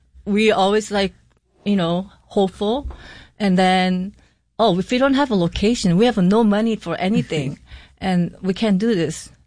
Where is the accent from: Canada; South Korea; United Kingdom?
South Korea; English is a second language; now in Rochester, United States; So I'm from Korea, his hometown is LA.